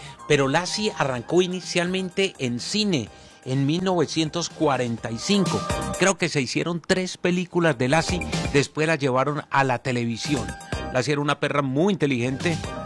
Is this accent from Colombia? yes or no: yes; Colombia